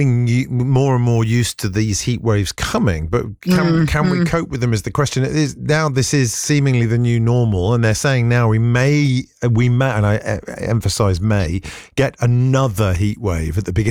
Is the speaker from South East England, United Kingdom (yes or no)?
yes; Maidenhead, South East England, United Kingdom; That's my old neck of the woods. I grew up in Maidenhead.